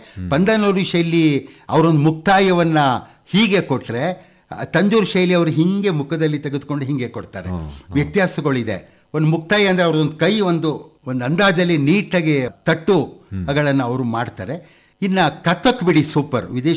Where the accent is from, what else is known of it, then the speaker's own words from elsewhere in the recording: Shivamogga, Karnataka, India; born there; first language Kannada; ಶಿವಮೊಗ್ಗದಲ್ಲಿ ನಾನು ಓದಬೇಕಾದ್ರೆ